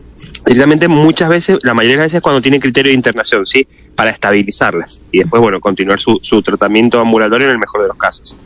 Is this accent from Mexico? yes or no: no; Argentina; como todos argentinos vamos